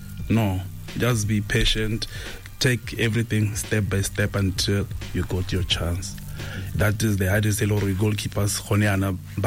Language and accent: English; Kasane, Chobe District, Botswana; Go under 20 Botswana because I was competing with him. Ketswa Kasane. I was alone from Kasane.